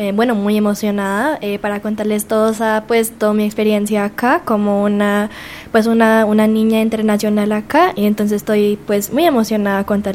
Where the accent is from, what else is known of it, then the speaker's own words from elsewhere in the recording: Bogotá, Colombia; born there; also born or lived in United States; de mi país, lo que pasa es que yo nací en los Estados Unidos, pero yo no crecí ahí, entonces yo no tengo como muchas memorias de vivir en los Estados Unidos